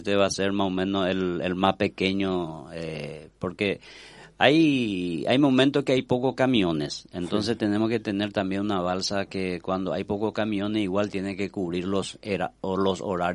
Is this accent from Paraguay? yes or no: yes; Maracayú, Canindeyú, Paraguay; seguir trabajando como maracayuense